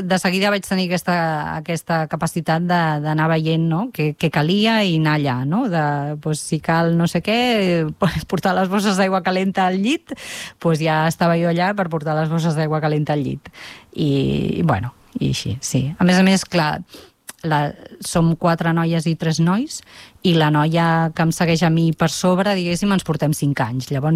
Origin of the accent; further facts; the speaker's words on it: Barcelona, Catalonia, Spain; jo sóc de Barcelona, vivíem al Guinardó amb la meva família, els meus pares i 6 germans més.